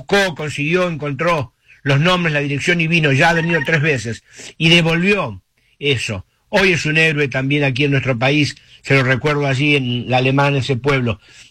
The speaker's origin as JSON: {"language": "Spanish", "country": "Argentina"}